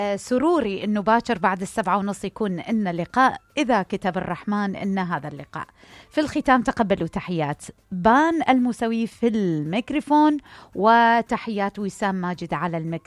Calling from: Baghdad, Baghdad Governorate, Iraq

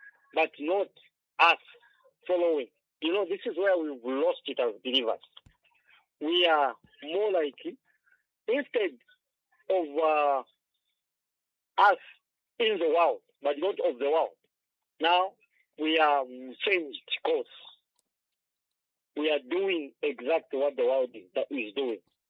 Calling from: Lusaka, Lusaka Province, Zambia

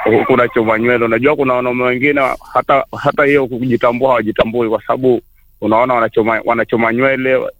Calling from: Tana River County, Kenya; Ni balozi wa kaunti ya Tana River, huyu dume la ngao.

